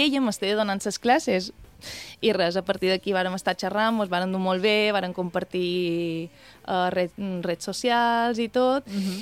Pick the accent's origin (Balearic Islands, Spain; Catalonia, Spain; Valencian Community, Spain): Balearic Islands, Spain; jo li deia, bé, soc d'una illa d'Espanya, soc de Mallorca, i...